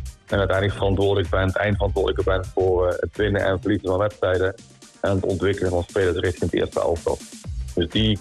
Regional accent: Netherlands; moved away as an adult; also born or lived in Sweden; now in Poland; Als Nederlander in Zweden werken

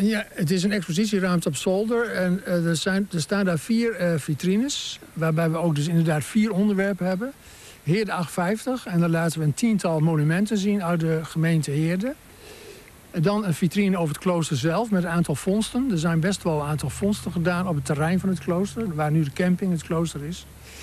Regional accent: Groningen, Netherlands; moved away as an adult; also born or lived in Wapenveld; Ik kom uit Groningen.

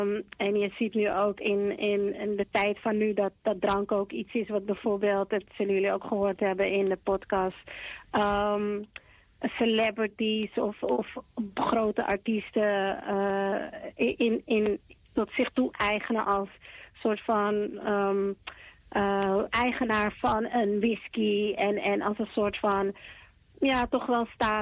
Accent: Amsterdam, North Holland, Netherlands; also born or lived in United States / London; Dat is vaak de Curaçaose, Arubaanse en Surinaamse driehoek voor ons, maar tegelijkertijd geboren en getogen in Amsterdam, naar school gegaan in Amerika en in Londen. Dus breed Caribische gemeenschap als jeugd gehad waarin ik ben opgegroeid.

